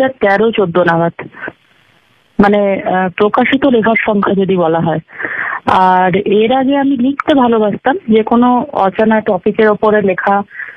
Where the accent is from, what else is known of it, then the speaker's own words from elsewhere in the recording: Asansol, West Bengal, India; also born or lived in Malda; অনেকটাই আমি আসানসোলে বড় হয়েছি, আমার এখানে জন্ম এবং এখানে বড় হওয়া। কিন্তু তারপরে পড়াশোনার জন্য আমাকে উত্তরবঙ্গে যেতে হয়, মালদায় বহুদিন ছিলাম